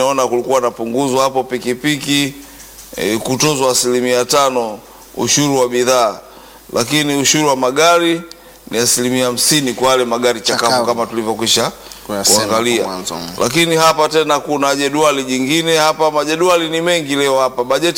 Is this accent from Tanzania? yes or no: yes; Bariadi, Simiyu, Tanzania; now in Dar es Salaam, Tanzania; kule kwetu Bariadi tulikuwa tunatumia mkokoteni wa punda